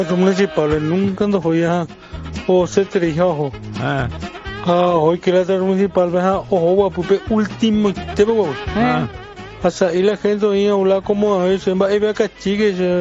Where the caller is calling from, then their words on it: Asunción, Paraguay; mi terminación 794 y soy de Sajonia.